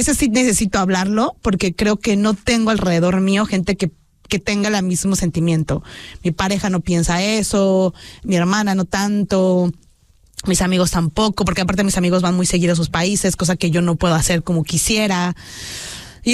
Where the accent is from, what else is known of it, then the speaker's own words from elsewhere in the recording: State of Mexico, Mexico; Me están hablando desde México, del Estado de México, de donde soy yo.